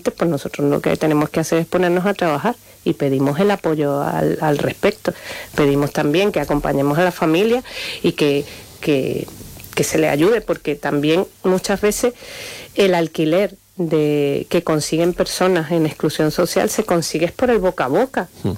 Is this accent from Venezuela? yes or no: yes; Venezuela